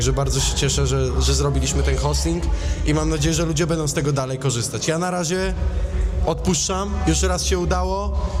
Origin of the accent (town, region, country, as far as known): Łódź, Łódź Voivodeship, Poland